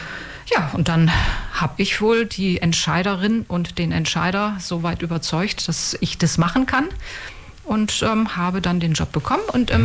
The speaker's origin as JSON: {"language": "German", "region": "Bremen", "country": "Germany", "tie": "born or raised there", "also_born_or_lived": "Soest, Germany / Münster, Germany", "moved": "as an adult", "lives_now": "Ulm, Germany", "said": "Ulmerin, beziehungsweise rundum Ulmerin. Gebürtig komme ich aus Westfalen. In Soest, in der wunderschönen Hansestadt Soest, bin ich geboren worden, aber aufgewachsen in Bremen. Ich habe dann für mein Studium wieder ins Westfälische gewechselt, habe in Münster studiert"}